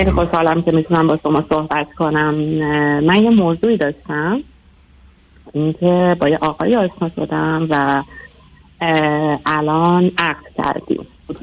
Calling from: Iran; من از ایران هستم.

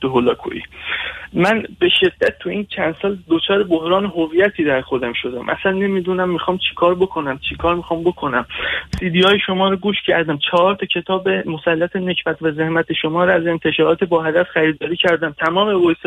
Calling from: Qom, Iran; من 20 ساله هستم، از شهر قم هم تماس میگیرم

